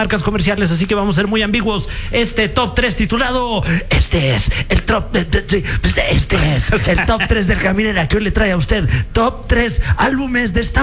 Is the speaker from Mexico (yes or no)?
yes; Mexico; a nosotros como mexicanos